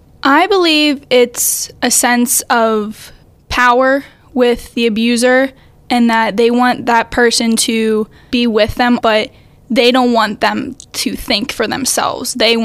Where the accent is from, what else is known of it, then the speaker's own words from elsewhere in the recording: South Allegheny, Pennsylvania, United States; I'm 17 from South Allegheny.